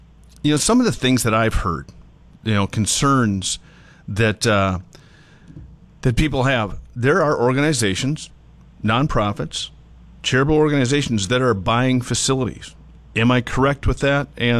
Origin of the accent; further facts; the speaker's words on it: North Dakota, United States; also born or lived in Oaks, North Dakota / Fort Ransom, North Dakota; I grew up in Dickey and Lemoore, North Dakota. I lived in Oaks. I lived in Fort Ransom.